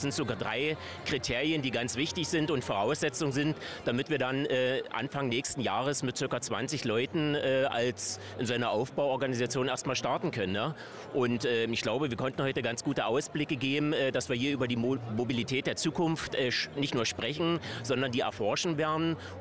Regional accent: Schwarzkollm, Saxony, Germany; ich als Schwarzkolmer, als Lausitzer

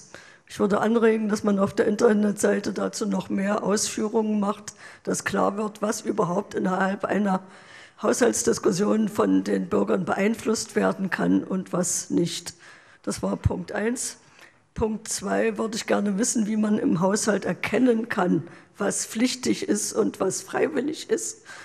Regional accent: East Germany, Germany; Aber ich kann mich an Zeiten erinnern, wo es gerade in Westdeutschland, bei uns in Ostdeutschland noch nicht ganz so, einfach für die Unternehmen eine Ehre war, für die Stadt etwas zu tun.

